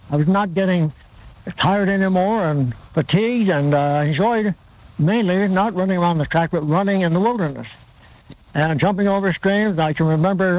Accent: Torrance, California, United States; first language Italian; English is a second language; also born or lived in Olean, New York; And so ever since I was 2 years old, I lived in Torrance, California, just south of L.A., about 20 miles.

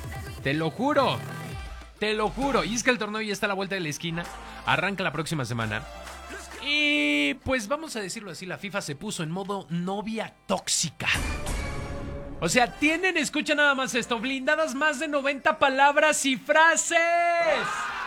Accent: Mexico

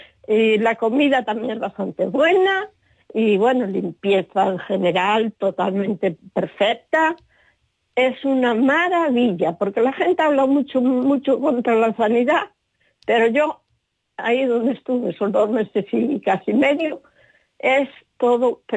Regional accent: Pontevedra, Galicia, Spain; Soy de aquí de Pontevedra, ¿sí? Junto a Pasadón.

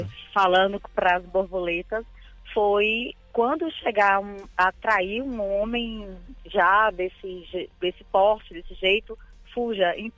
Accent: Bahia, Brazil; Que eu sou baiana, sou da Bahia.

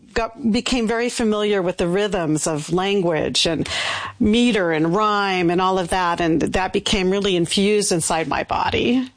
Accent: California, United States; also born or lived in Oregon, United States; I was born in California, as my New Mexican family had relocated to California for economic reasons. So I was born there. And while I was in high school, my family relocated to Oregon.

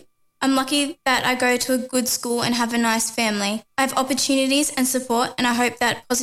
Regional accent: New South Wales, Australia; I'm a proud Darug woman.

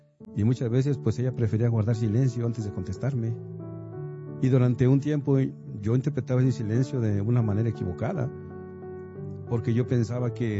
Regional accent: Guanajuato, Mexico; nosotros los dos somos mexicanos, sí, pero venimos de diferentes estados. Por ejemplo, mi esposa Conchita es de Zacatecas, yo soy de Guanajuato.

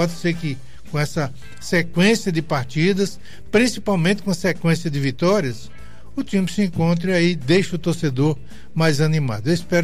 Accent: Icó, Ceará, Brazil; moved away; Eu cheguei lá em Limancampo, que é a minha terra ali, distrito do Icó

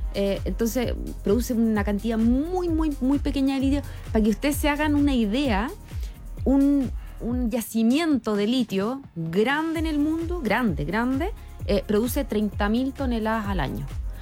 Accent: Chile; Porque somos chilenos. No, porque yo creo que es parte de la cultura chilena.

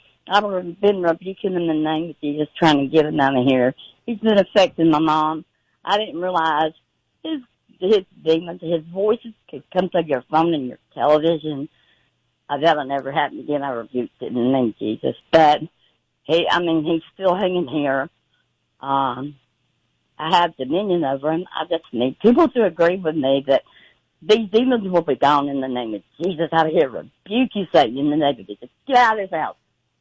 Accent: Birmingham, Alabama, United States; from Birmingham, Alabama

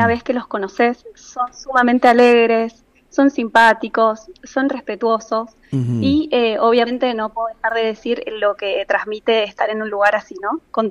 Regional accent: Argentina; A mí les digo que soy argentina, me dicen …, no, sí.

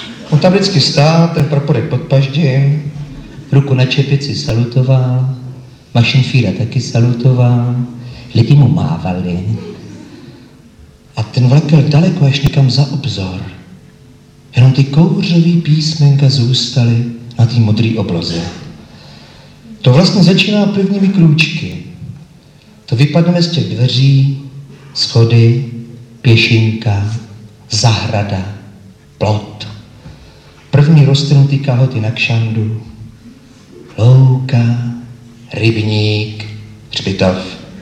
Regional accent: Tábor, South Bohemian Region, Czechia; born there; Já jsem se narodil v Táboře. V roku 1900.

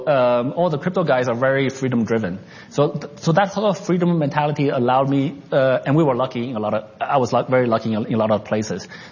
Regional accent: Canada; also born or lived in New York; So when I grew up in Canada, working in U.S., working in New York for 4 years.

